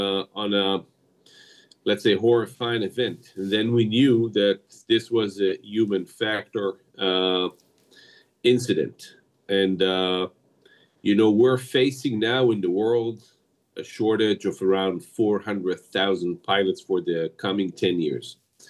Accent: Israel; English is a second language; I come from Israel, and it's a small country, which is being challenged by war for like more than 3 years

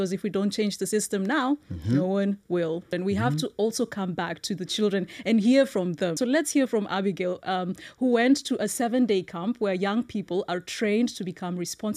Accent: Kenya; first language Kikuyu; English is a second language; I had to Google it today to know what a lion is called in Kikuyu, which is my native language.

